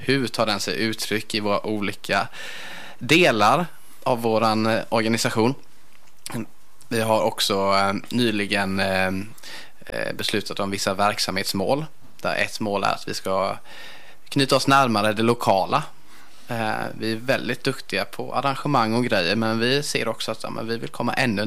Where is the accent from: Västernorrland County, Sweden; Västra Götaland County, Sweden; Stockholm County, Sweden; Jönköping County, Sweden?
Jönköping County, Sweden; Stockaryd; now in Sävsjö, Sweden; Jag kommer från Stockaryd och tillhör Stockaryds frikyrkoförsamling. Jag bor nu i Sävsjö, så jag har inte rört mig så långt, men en kvart i alla fall.